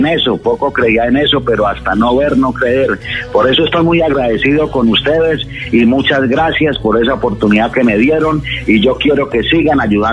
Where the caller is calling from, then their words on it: Bolombolo, Antioquia, Colombia; Yo lo llamo de aquí, de Bolombolo.